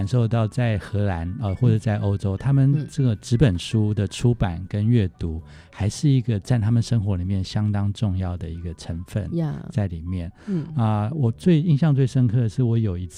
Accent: Taipei, Taiwan; 我小时候住在中孝东路四段我们家在那边开笔箱店

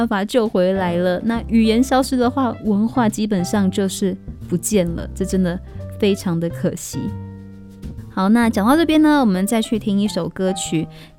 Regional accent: Taiwan; 但是呢因为语言就代表着一个民族的思考方式嘛，所以我觉得身为南岛民族的我，身为泰雅族的我，真的要把这个思考方

